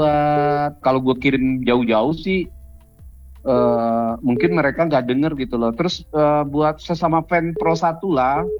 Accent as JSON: {"language": "Indonesian", "region": "Jakarta", "country": "Indonesia", "tie": "born or raised there", "moved": "yes", "lives_now": "Batusangkar, Indonesia", "said": "Gue sih orang Batu Sangkar, cuman udah besar di Jakarta"}